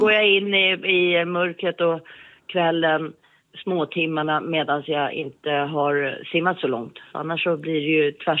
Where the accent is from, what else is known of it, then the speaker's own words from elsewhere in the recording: Sweden; det är väldigt vackert här hemma i Sverige